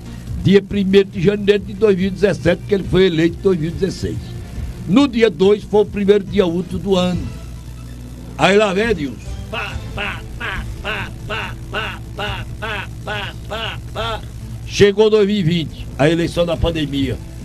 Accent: Altinho, Pernambuco, Brazil; born or raised there; moved away

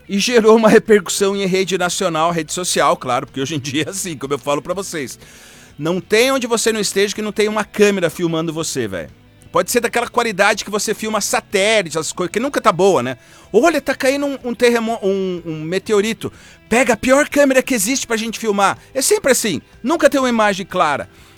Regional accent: Brazil; Nós somos brasileiros acima de tudo.

